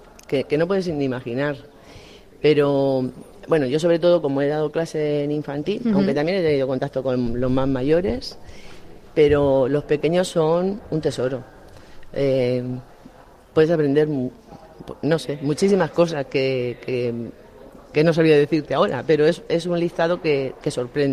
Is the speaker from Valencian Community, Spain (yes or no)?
yes; San Miguel de Salinas, Valencian Community, Spain; A ver, en mi pueblo soy san miguelera.